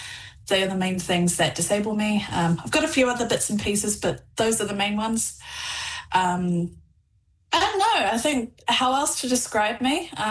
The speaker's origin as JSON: {"language": "English", "region": "Auckland", "country": "New Zealand", "tie": "born or raised there", "also_born_or_lived": "Taupo", "moved": "yes", "lives_now": "Whangarei, New Zealand", "said": "I'm based in Whangarei, but I was born in Auckland, grew up there, moved to Taupo. That's where my family is based."}